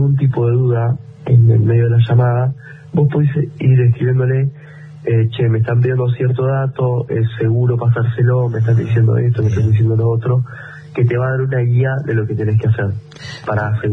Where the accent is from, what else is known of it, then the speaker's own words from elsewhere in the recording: Bahía Blanca, Buenos Aires Province, Argentina; es en Buenos Aires, nosotros somos de Bahía Blanca, así que estaríamos yendo por esa fecha.